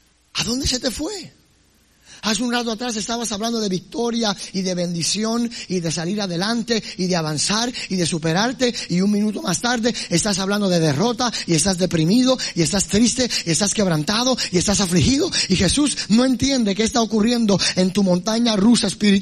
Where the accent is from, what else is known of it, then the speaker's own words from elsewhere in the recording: Puerto Rico; Yo soy de Puerto Rico